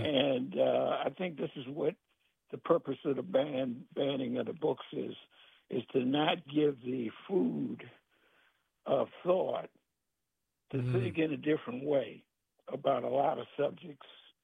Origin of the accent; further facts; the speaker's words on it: Washington, District of Columbia, United States; native. I'm calling from Columbia Heights